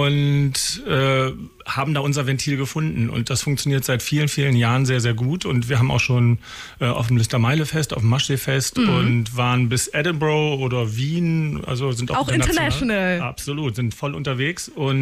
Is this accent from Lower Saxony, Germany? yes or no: yes; Lower Saxony, Germany; also born or lived in Essen; now in Hanover, Germany; 2009 kam ich aus Essen damals wieder zurück. Zurück deswegen, weil ich hier in Hannover, im wunderschönen Hannover studiert habe und hier einfach meine Heimat ist. Als Niedersachse ist man ja sturmfest und erdverwachsen und kommt natürlich wieder zurück.